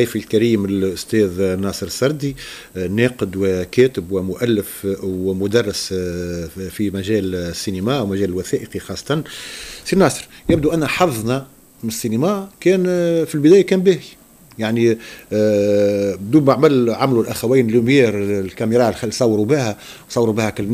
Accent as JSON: {"language": "Arabic", "country": "Tunisia", "said": "أنا كتونسي"}